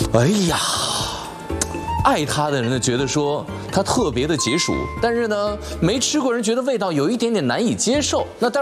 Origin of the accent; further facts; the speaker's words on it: Shaanxi, China; moved away; 在我们陕西老家